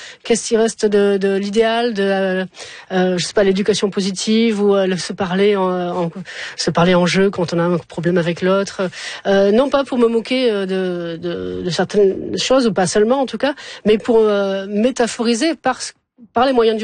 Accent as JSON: {"language": "French", "town": "Montpellier", "region": "Occitanie", "country": "France", "tie": "born there"}